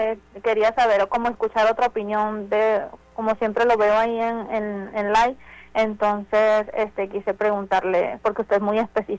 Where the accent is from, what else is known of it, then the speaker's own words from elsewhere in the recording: Venezuela; Yo soy venezolana y yo entré con una, bueno, aquí se preparó un asilo